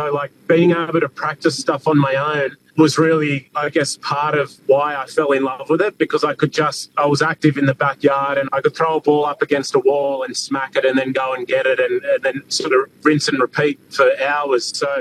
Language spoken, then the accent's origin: English; Sydney, New South Wales, Australia; also born or lived in Madeira, Portugal; So I was born in Madeira, and then they moved to Sydney in Australia in 1989. So I was 2 years old at the time. Sort of, yeah, I just stayed in Sydney, grew up, sort of adopted the Australian culture and the Australian lifestyle